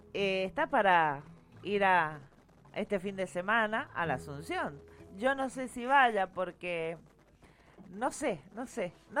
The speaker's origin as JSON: {"language": "Spanish", "town": "Tunuyán", "region": "Mendoza", "country": "Argentina", "said": "Claro, por supuesto, porque soy de Tunuyán."}